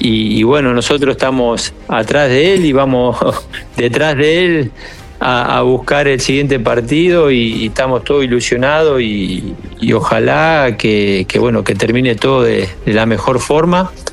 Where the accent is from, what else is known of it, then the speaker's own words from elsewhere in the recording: Argentina; yo siendo argentino